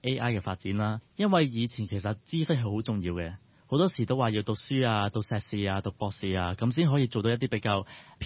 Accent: Hong Kong; 我身为一个香港人

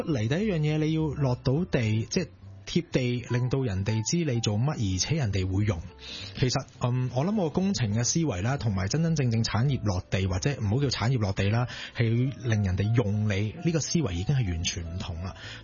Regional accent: Hong Kong; 香港係我一個土生土長嘅地方

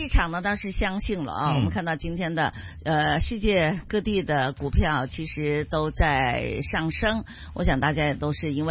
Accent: China; 我们中国人在海外的时候

